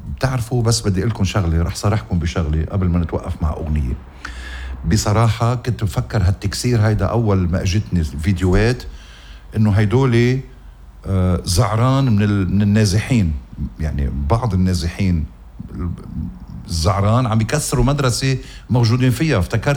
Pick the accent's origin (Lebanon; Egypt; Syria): Lebanon; يا آخ يا بلدي لبنان.